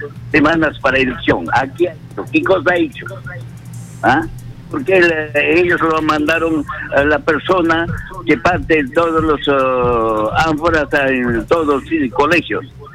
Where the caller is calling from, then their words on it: Andahuaylas, Apurímac, Peru; Yo llamo de Andahuayla.